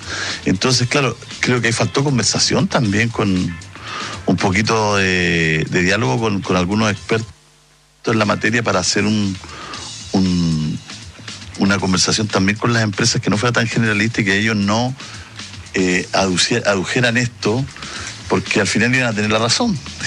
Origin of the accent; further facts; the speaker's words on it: Concepción, Biobío, Chile; nosotros dos somos de Concepción